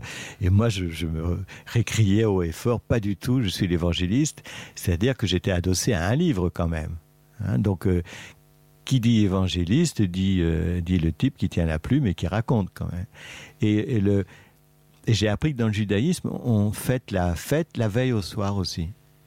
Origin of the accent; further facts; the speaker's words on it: western France, France; moi, je viens d'une région, c'était les Chouans.